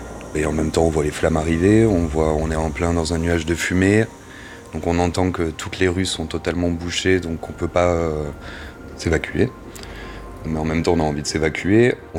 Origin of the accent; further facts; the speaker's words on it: Marseille, Provence-Alpes-Côte d'Azur, France; je suis originaire de l'Estaque. Ma maison n'a pas brûlé. J'ai grandi ici, je suis jardinier.